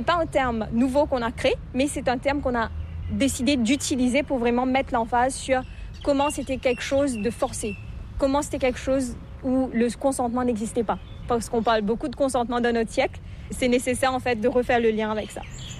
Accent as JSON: {"language": "French", "country": "Mauritius", "first_language": "Mauritian Creole", "second_language": "French", "said": "surtout le créole mauricien. Parce que le créole, c'est notre langue maternelle."}